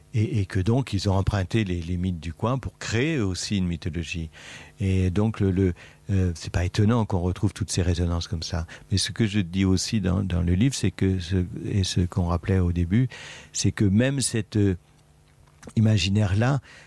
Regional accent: western France, France; moi, je viens d'une région, c'était les Chouans.

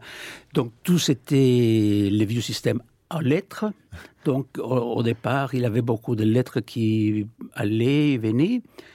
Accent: Peru; French is a second language; moved away as an adult; Pour moi, venant du Pérou, je n'ai parlé que l'espagnol et l'anglais.

